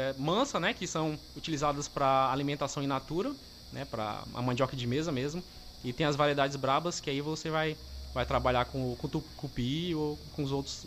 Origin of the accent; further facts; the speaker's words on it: Rondônia, Brazil; mas eu posso trazer um pouco da experiência que eu vim de Rondônia, né?